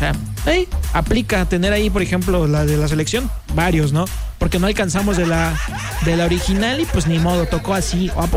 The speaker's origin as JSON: {"language": "Spanish", "country": "Mexico", "said": "Por ejemplo, yo soy muy mexicano sin antes probar un taco ya le eché limón, ¿no?"}